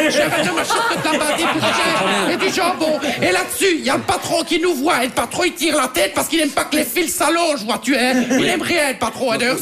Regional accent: Belgium; Je suis belge, je suis en crise.

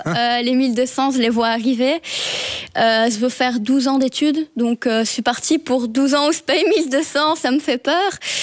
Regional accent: Liège, Wallonia, Belgium; notamment à Liège, parce que je suis liégeoise

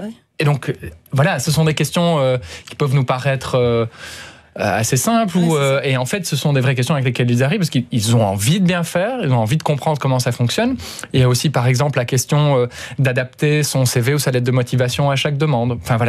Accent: Liège, Wallonia, Belgium; born there; Moi je suis né à Liège, je suis né de deux parents belges qui ont une carrière en Belgique.

